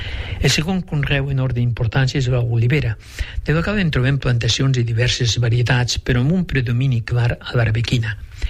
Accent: Aragon, Spain; quan dic la sort de criar-me a poble, al de fora, com diuen nantros, doncs m'he criat en la Franja

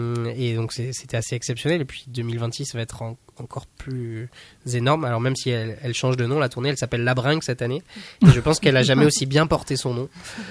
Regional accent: La Brède, Nouvelle-Aquitaine, France; Alors moi, je viens de ce village de Labrède. Labrède, il faut savoir que c'est un village avec à peu près 4 000 habitants aujourd'hui.

